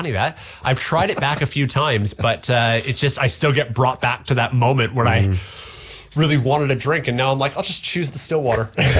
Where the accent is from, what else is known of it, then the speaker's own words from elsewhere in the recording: Barrie, Ontario, Canada; also born or lived in Toronto; living in Toronto. So it was about an hour and a half drive from my hometown of Barrie. And I was living in Toronto going to the Etobicoke School of the Arts, which was a performing arts school.